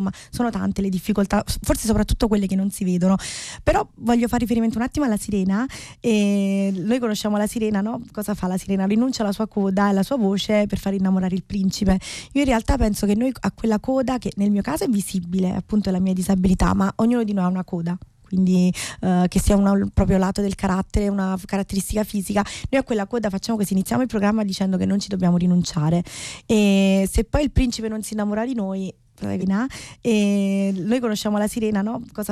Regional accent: Salerno, Campania, Italy; vengo da Salerno

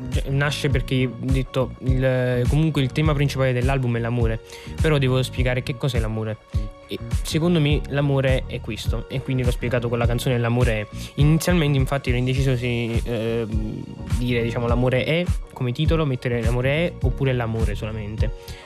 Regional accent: Avellino, Campania, Italy; Io comunque sono nato a Avellino, e Avellino è molto vicino a Napoli, quindi diciamo fin da piccolo ho sempre visto Napoli come la città

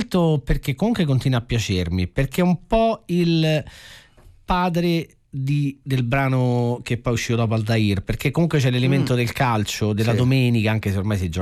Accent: Rome, Lazio, Italy; noi che siamo di Roma

